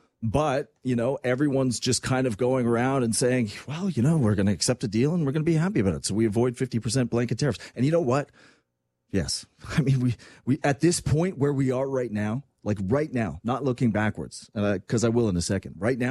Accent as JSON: {"language": "English", "region": "Quebec", "country": "Canada", "tie": "born or raised there", "said": "I grew up in Quebec."}